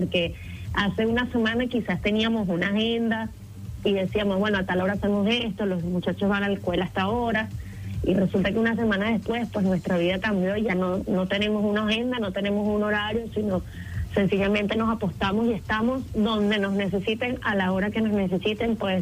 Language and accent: Spanish; Venezuela; del reencontrarnos como venezolanos y venezolanas